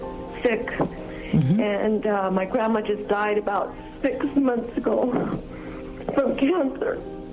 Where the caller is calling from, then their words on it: Albuquerque, New Mexico, United States; and I'm from Albuquerque, New Mexico.